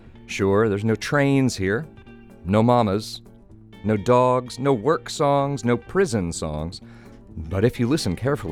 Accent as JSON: {"language": "English", "region": "Oklahoma", "country": "United States", "tie": "born or raised there", "moved": "yes"}